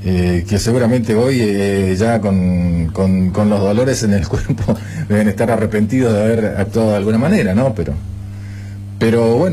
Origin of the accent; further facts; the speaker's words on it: Argentina; el seleccionado argentino y los argentinos no somos ninguno santo.